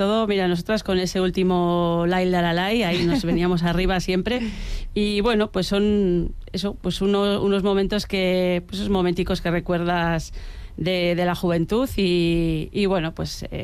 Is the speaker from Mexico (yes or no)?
no; Irurtzun, Navarre, Spain; en mi pueblo yo fui de la primera generación que estudió en el modelo D, en la escuela pública de Irurtzun.